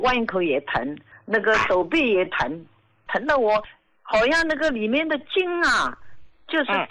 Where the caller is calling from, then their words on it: Jiangsu, China; 我今年73岁，我是江苏的